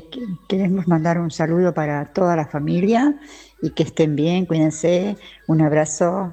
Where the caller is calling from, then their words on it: Rosario, Santa Fe, Argentina; Estamos acá en Paraná disfrutando del domingo.